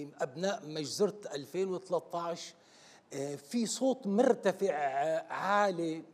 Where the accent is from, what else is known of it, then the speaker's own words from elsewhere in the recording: Syria; أنا ما عندي تعريف إلا كسوري أبدا كهذا التعريف.